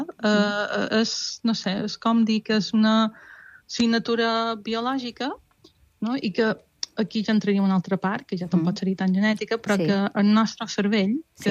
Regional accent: Balearic Islands, Spain; quan viatjava de jove, jo veia gent i pensava, som mallorquins.

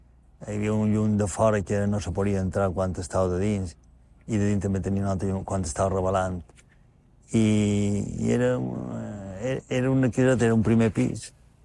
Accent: Palma, Balearic Islands, Spain; vaig néixer a Palma l'any 1952, dia de 9 de març. Jo vaig néixer en el carrer Joan Crespí, que ja perquè encara naixíem en els pisos. Vaig néixer a casa, sí.

